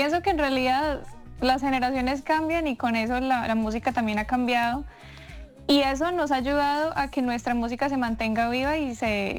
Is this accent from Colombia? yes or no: yes; Colombia; now in United States; yo, siendo una joven colombiana con mucho amor por mi país